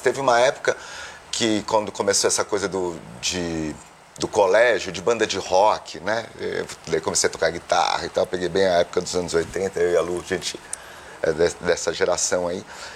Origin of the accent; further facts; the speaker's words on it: Brazil; Sou brasileiro, um nipo brasileiro, me autodefino como amarelo.